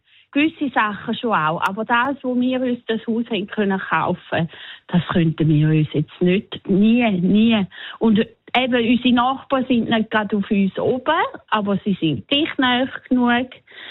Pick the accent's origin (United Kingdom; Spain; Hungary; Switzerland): Switzerland; now in New Zealand; Als Schweizer ist man manchmal ein bisschen, ein bisschen ungewöhnlich.